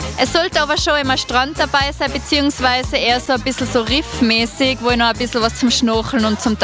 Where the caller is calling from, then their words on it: Münster, North Rhine-Westphalia, Germany; ich komme aus Münster.